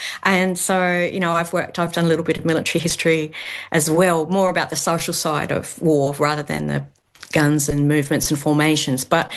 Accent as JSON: {"language": "English", "region": "Tasmania", "country": "Australia", "tie": "born or raised there", "said": "I was raised in Tasmania, and we were taught the dominant narrative"}